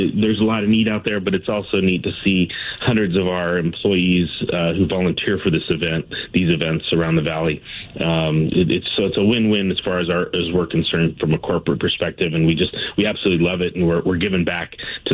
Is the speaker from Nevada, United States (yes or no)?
yes; Nevada, United States; I was born and raised here.